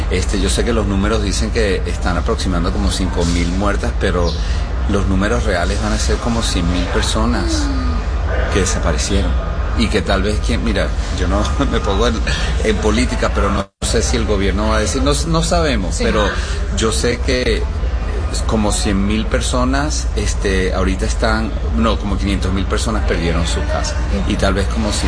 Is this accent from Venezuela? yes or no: yes; Venezuela; now in Miami, United States; Yo, siendo venezolano como tú, nos sentimos como, cónchale, ¿qué hacemos, no?